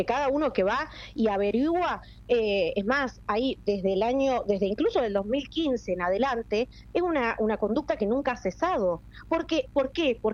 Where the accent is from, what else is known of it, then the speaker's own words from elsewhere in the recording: Tierra del Fuego, Argentina; los beneficiarios somos los fueguinos